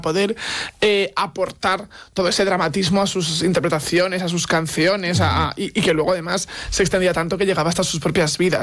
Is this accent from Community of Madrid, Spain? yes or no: no; Valencia, Valencian Community, Spain; Yo de la ciudad, pero...